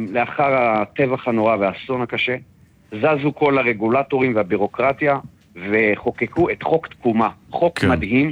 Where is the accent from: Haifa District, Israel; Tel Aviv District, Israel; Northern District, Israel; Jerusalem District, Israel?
Northern District, Israel; Margaliot; מצד שני הקימו את מרגליות, מושב מרגליות, גדלתי פה, נולדתי פה